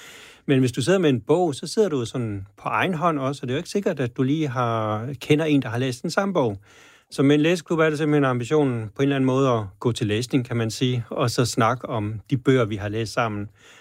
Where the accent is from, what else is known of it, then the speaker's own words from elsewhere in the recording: Djursland, Central Denmark Region, Denmark; da jeg voksede op på Djursland og var en lille dreng.